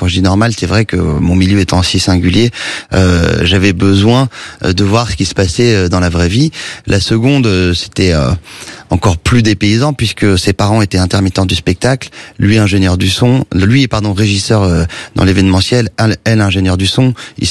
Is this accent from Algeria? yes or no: no; Saint-Cloud, Île-de-France, France; mon enfance à Saint-Cloud